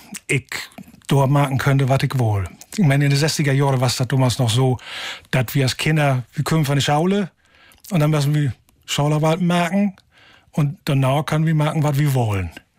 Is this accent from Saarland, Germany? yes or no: no; Lower Saxony, Germany; Als Kind bin ich fertig der Sache, in Ollenheim bin ich aufgewachsen.